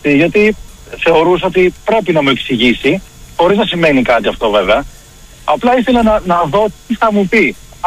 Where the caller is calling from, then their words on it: Volos, Thessaly, Greece; είμαι από Βόλο.